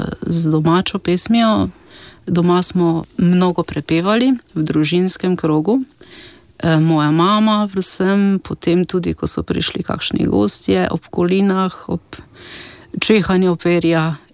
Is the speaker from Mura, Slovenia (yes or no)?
yes; Razkrižje, Mura, Slovenia; Izhajam iz Razgrižja, sem pa poročena v Ljutomer.